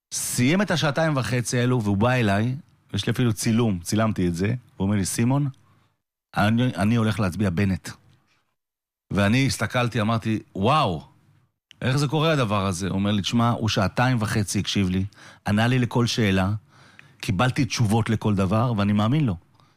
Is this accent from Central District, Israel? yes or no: yes; Netanya, Central District, Israel; יש לי המון חברים בליכוד, מנתניה, מהעיר שלי.